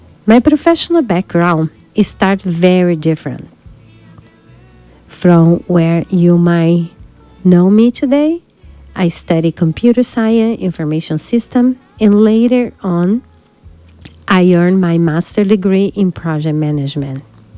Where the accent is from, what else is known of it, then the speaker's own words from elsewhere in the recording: São Paulo, Brazil; accent: Brazilian; English is a second language; moved away as an adult; now in Chico, United States; I was born in São Paulo, Brazil. Brazil gave me my culture, my accent, my love of food, music, family, and gathering people around the table.